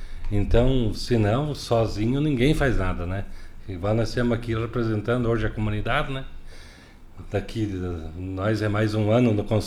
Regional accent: Brazil; mas eu e o Vei nascemos ali no Gavião, né?

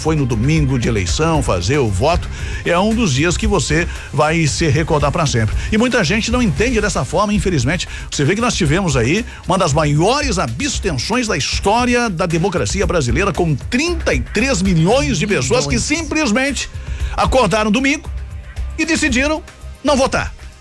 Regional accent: Brazil; A nossa consciência política como brasileiro

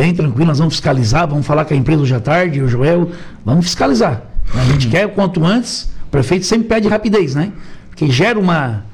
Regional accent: Araranguá, Santa Catarina, Brazil; para mim, que sou do Caveirazinho, estou muito feliz

